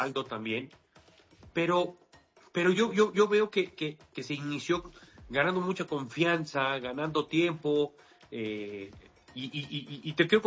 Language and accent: Spanish; Mexico; a nosotros como mexicanos